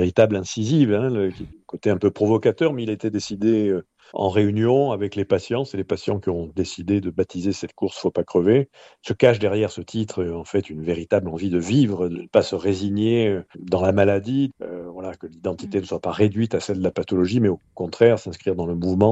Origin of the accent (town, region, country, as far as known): Marseille, Provence-Alpes-Côte d'Azur, France; born or raised there; now in Perpignan, France